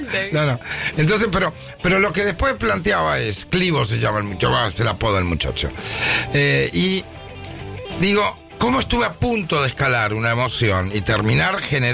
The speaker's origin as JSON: {"language": "Spanish", "country": "Argentina"}